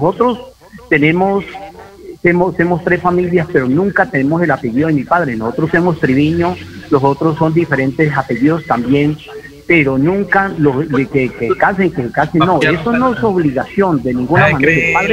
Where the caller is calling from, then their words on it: Gigante, Huila, Colombia; nosotros también somos de Gigante Huila